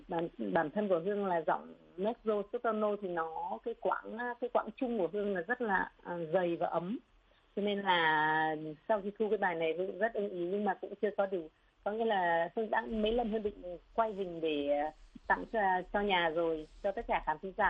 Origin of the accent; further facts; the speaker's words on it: Quảng Trị, Vietnam; Mọi người biết không … sinh ra và lớn lên ở Quảng Trị.